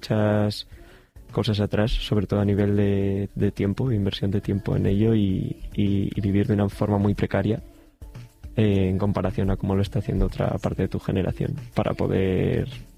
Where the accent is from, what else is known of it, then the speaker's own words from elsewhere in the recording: Cerceda, Galicia, Spain; yo, viviendo en Cerceda, vivía en mi pueblo, pero ya naciendo en 2001, pues tenías como la posibilidad de vivir en tu casa y en tu habitación, más que vivir en el pueblo, ¿no?